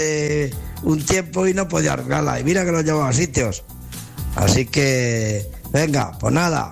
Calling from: Pedro Muñoz, Castilla-La Mancha, Spain; de Pedro Muñoz.

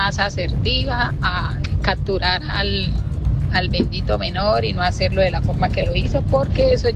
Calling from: Colombia; los mismos civiles que somos nosotros los colombianos.

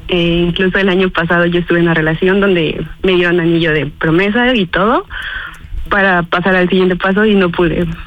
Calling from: Ecatepec de Morelos, State of Mexico, Mexico; Tengo 31 años y soy de Ecatepec de Morelos.

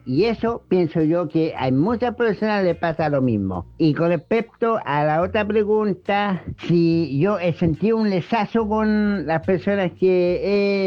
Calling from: Chile; Desde Chile

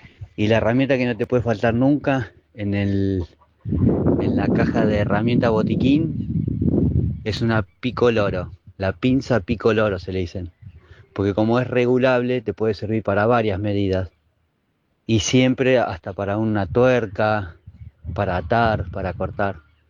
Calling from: Moreno, Buenos Aires Province, Argentina; Soy de Moreno, de la parte de Francisco Álvarez.

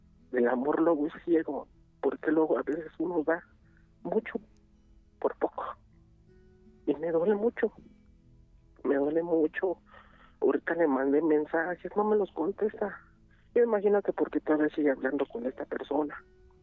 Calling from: Iztapalapa, Mexico City, Mexico; Me encuentro aquí en Iztapalapa.

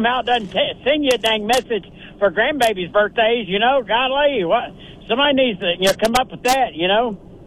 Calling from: Memphis, Tennessee, United States; I got 30 years. I'm from Memphis.

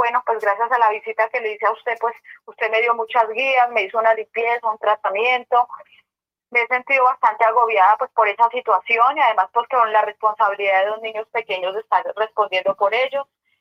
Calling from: Madrid, Cundinamarca, Colombia; De Madrid, Cundinamarca.

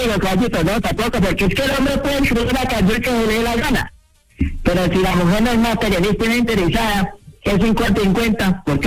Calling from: Dubai, United Arab Emirates; Sí, de Dubái.

